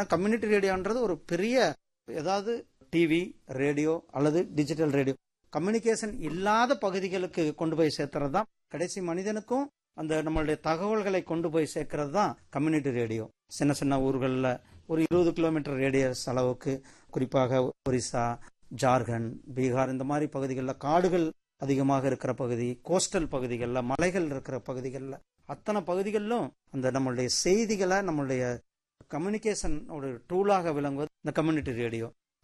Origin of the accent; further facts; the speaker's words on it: Namakkal, Tamil Nadu, India; நான் நாமக்கல்காரன்.